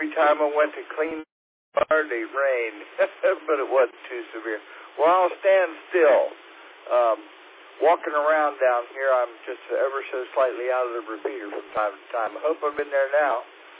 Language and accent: English; United States; born there; also born or lived in Maryland / Pennsylvania; now in Frisco, Hatteras Island, North Carolina, United States; I was born and kind of raised between Maryland and Pennsylvania, literally on the Mason-Dixon line. But I've been down here on the Outer Banks now for 45 years, so I guess this is home.